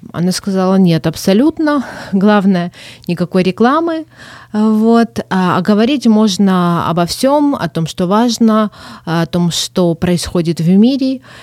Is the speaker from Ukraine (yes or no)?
yes; Ukraine; я просто этническая армянка, которая всю жизнь жила в Украине, и в силу чудовищных обстоятельств, которые произошли в нашей стране, мы вынуждены были и оказались там, где мы сейчас есть.